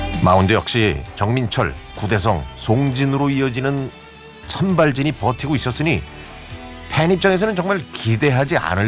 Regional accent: Seoul, South Korea; 저는 서울에서 태어나고 자랐지만 친구들처럼 MBC 청룡을 응원하지 않았습니다.

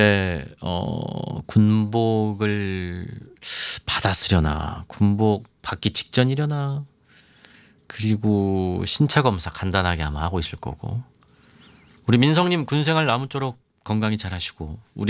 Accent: Nonsan, South Chungcheong, South Korea; 논산이 밥은 잘 챙겨줘요. 밥 맛있습니다. 제가 논산 출신거든요.

